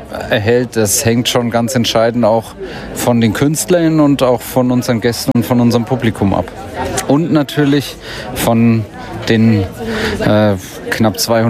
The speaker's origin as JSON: {"language": "German", "town": "Bad Windsheim", "region": "Bavaria", "country": "Germany", "said": "Ich komme auch aus Bad Windsheim direkt"}